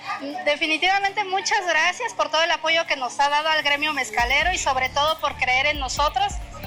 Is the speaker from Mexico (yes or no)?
yes; Zapotitlán Salinas, Puebla, Mexico; soy de Zapotitlán Salinas